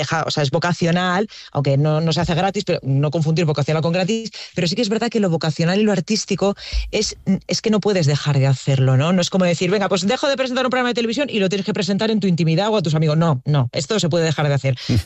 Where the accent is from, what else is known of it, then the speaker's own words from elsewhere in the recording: La Vall d'Uixó, Valencian Community, Spain; Yo soy de Baiduxó, que es un pueblo que está rodeado de montañas y que tiene el mar muy, muy, muy, muy cerquita.